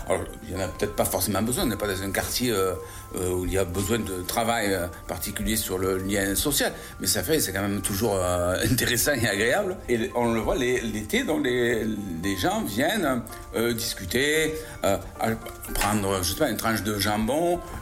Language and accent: French; Alès, Occitanie, France; moved away; Moi, je suis d'Alès. Je suis né à Alès, dans une rue qui s'appelle la rue Beyran.